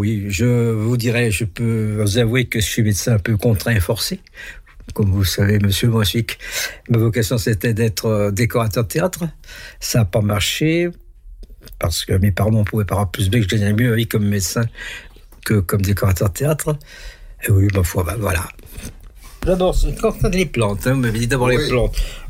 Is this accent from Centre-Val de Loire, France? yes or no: no; Auvergne-Rhône-Alpes, France; born there; also born or lived in Bourg-de-Thizy, Haut-Beaujolais; Je suis né dans le Haut-Beaujolais, d'un petit bled qui s'appelle Bourg de Thésy, qui est pas très loin du, qui est entre Lyon et Roanne. J'en suis parti très petit, très jeune, et je suis mes parents qui étaient enseignants primaires. S'étaient installés dans la banlieue lyonnaise